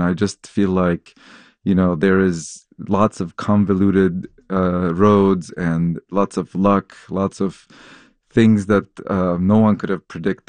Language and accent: English; Lebanon; my parents, you know, I'm an immigrant from Lebanon of Armenian origin, and a lot of folks I know in this category want a medical doctor in the family.